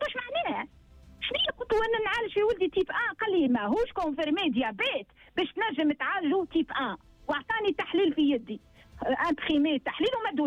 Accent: Tunisia; now in England, United Kingdom; راجلي انجليزي وانا تونسيه وراجلي اسلم وعايشين.

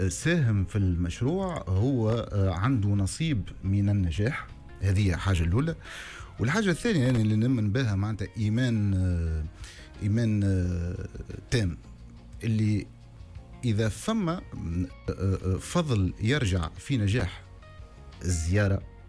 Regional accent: Tunisia; تحيه للحومه واد نوار، فهمتني؟ خاطرني تربيت غادي ونشأت غادي

